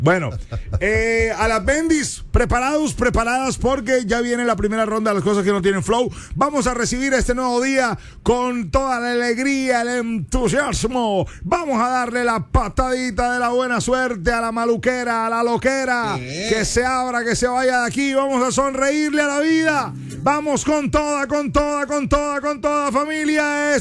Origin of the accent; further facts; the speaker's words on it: Colombia; ahora a nosotros, a todos como colombianos, a todos, nos